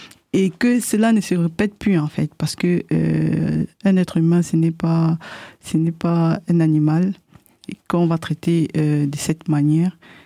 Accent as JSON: {"language": "French", "country": "Cameroon", "said": "En tant que Camerounaise, moi, je veux que justice soit faite"}